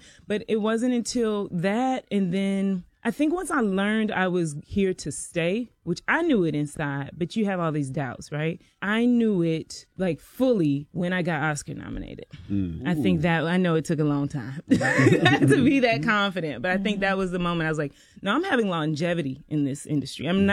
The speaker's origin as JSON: {"language": "English", "region": "South Carolina", "country": "United States", "said": "I'm from South Carolina, small town, grew up in the church, you know, like low to mid class family."}